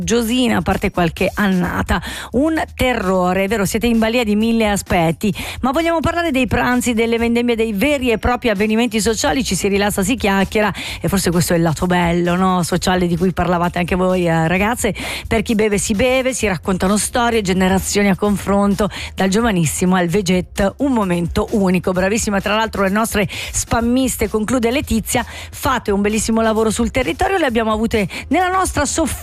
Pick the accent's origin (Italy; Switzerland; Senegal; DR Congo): Switzerland; Biasca, Ticino; io sono di Biasca, due diciamo luoghi nemici seppur quasi vicini con dei dialetti meravigliosi